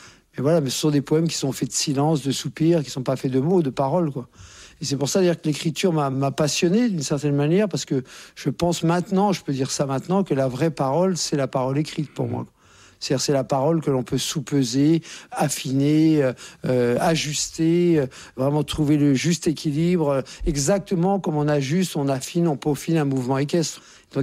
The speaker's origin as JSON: {"language": "French", "town": "Courbevoie", "region": "Île-de-France", "country": "France", "tie": "born there"}